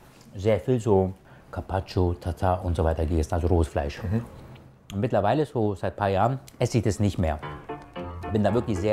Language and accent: German; Munich, Bavaria, Germany; born there; also born or lived in Turkey; der in Osternatürlingen geboren ist, in Deutschland, München aufgewachsen ist